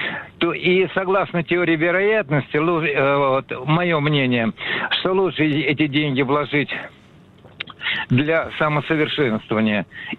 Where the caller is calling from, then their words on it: Moscow, Russia; Я из Москвы, всем привет.